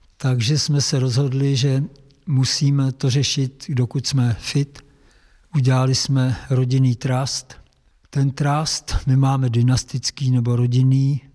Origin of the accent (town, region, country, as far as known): Liberec, Liberec Region, Czechia; born there